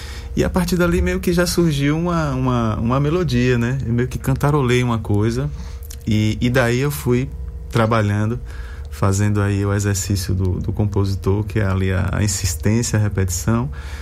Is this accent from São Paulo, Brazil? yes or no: no; Bahia, Brazil; born there; moved away; o local onde eu nasci, a região onde eu nasci, que é a região do semiárido, região ali entre Senhor do Bonfim e Itiúba.